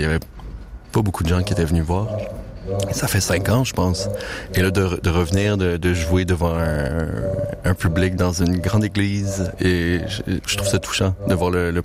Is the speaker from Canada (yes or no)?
yes; Montreal, Quebec, Canada; Bonjour tout le monde … je viens de Montréal.